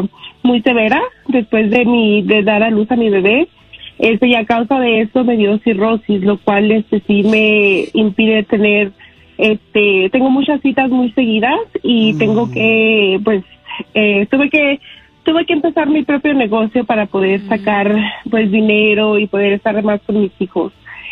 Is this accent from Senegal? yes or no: no; Chihuahua, Mexico; now in New Mexico, United States; localizada en Nuevo México y soy de Chihuahua.